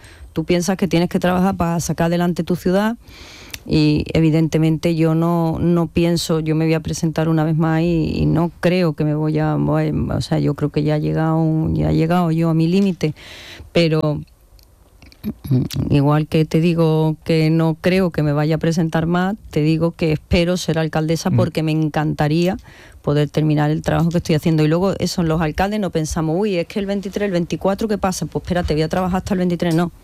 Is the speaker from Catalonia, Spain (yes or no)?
no; Jerez de la Frontera, Andalusia, Spain; yo soy de Jerez